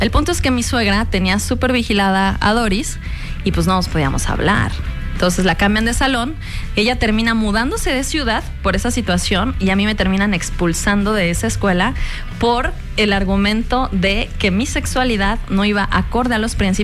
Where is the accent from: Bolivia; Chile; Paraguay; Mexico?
Mexico; Ángel R. Cabada, Veracruz